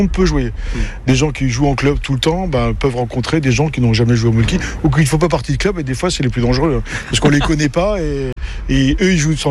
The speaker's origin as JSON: {"language": "French", "region": "Normandy", "country": "France", "said": "comme on est normand"}